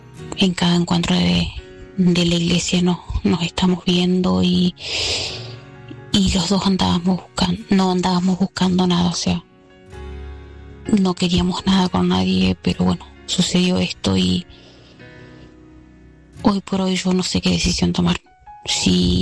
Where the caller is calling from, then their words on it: Argentina; te escucho desde Argentina.